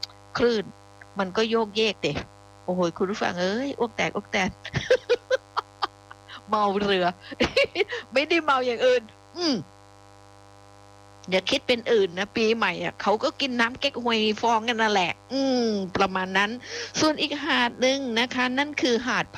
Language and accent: Thai; Phuket, Thailand; บ้านดิฉันเองจังหวัดภูเก็ตดิฉันเนี่ยเป็นคนบ้านนอกเนาะอยู่นอกนะนอกแผ่นดินนะดิฉันมาจากเกาะ